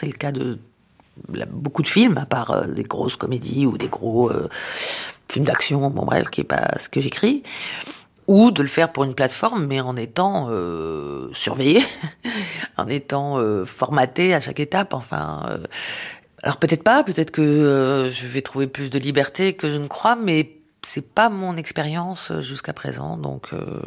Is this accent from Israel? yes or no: yes; Israel; born or raised there